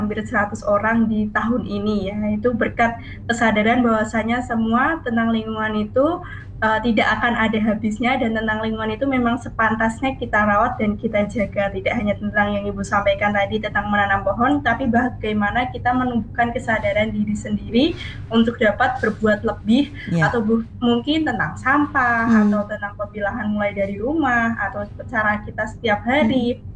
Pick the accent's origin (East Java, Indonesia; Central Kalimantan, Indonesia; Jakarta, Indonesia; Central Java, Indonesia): Central Java, Indonesia; Sragen; asal saya dari Kabupaten Sragen